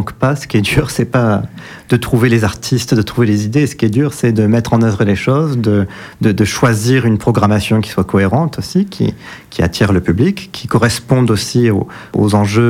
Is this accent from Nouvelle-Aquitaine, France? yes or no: yes; Périgueux, Nouvelle-Aquitaine, France; Oui, tout à fait, je suis de Périgueux